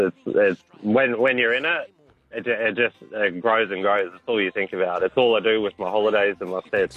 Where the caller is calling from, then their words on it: Brunswick Heads, New South Wales, Australia; G'day, mate. I'm driving past Brunswick Heads at the moment. I'm heading from the Sunshine Coast down to Nelson Bay.